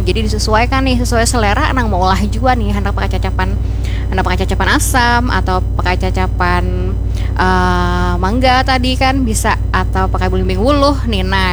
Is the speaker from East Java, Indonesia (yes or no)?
no; South Kalimantan, Indonesia; jujur kita orang Banjar tuh nyaman banar nih nang sanak.